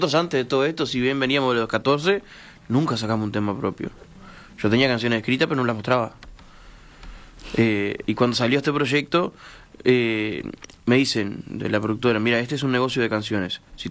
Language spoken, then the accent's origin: Spanish; Mendoza, Florida, Uruguay; soy de Mendoza